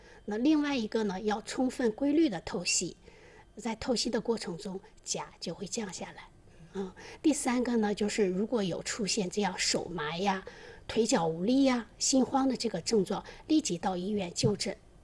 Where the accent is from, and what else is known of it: Dalian, Liaoning, China